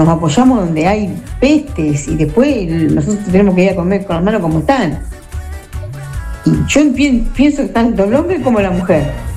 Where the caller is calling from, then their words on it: Junín, Buenos Aires Province, Argentina; de Junín.